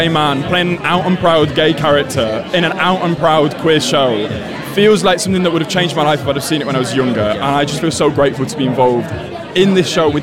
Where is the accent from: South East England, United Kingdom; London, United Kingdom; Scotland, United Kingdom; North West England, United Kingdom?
North West England, United Kingdom; Bolton; I grew up in Bolton, so sort of greater Mancunian, but I really feel that so many of us who grew up, particularly on the outskirts of Manchester, especially in the early noughties